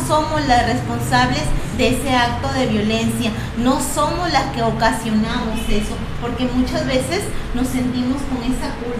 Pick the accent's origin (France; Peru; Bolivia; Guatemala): Peru; Somos peruanos